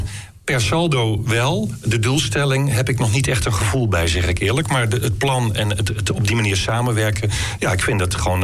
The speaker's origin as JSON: {"language": "Dutch", "region": "Groningen", "country": "Netherlands", "said": "Maar ik voel zelf, ik ben ook Groninger, ik voel zelf niet per se de behoefte om in de rest van het land een ander imago te krijgen."}